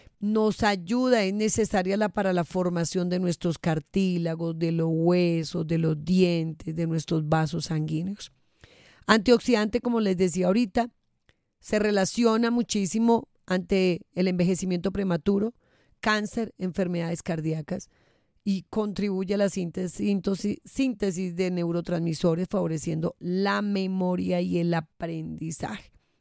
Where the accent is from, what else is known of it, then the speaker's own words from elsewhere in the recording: Boyacá, Colombia; Yo boyacense de pura cepa.